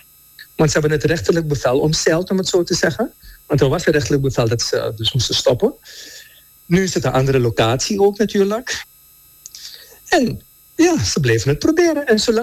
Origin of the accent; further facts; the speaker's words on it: Suriname; dat is de overweging die wij moeten maken als Surinamers, toch?